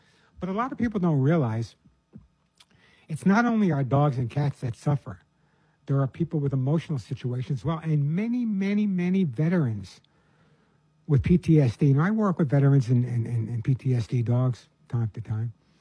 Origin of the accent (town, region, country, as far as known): New York, United States